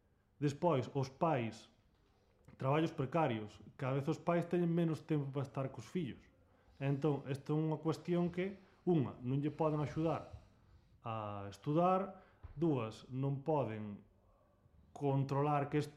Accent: Laxe, Galicia, Spain; Eu son de Laxe.

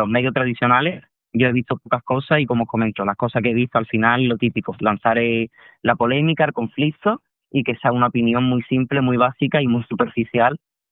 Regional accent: Cádiz, Andalusia, Spain; yo soy de Cádiz

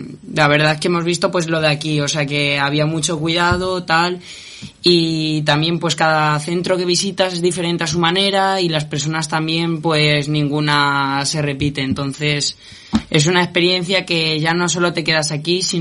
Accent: Castilla-La Mancha, Spain; somos gente de La Mancha, que venimos de fuera

